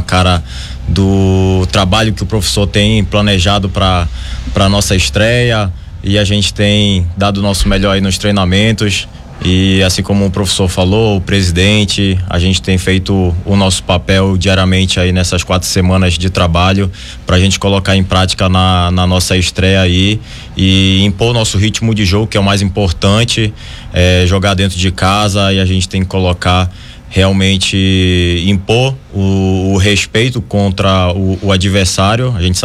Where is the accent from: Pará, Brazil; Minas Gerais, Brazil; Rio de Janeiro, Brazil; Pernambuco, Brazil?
Pará, Brazil; Belém; moved away as an adult; now in Farroupilha, Brazil; Eu sou natural de Belém do Pará, lá do norte.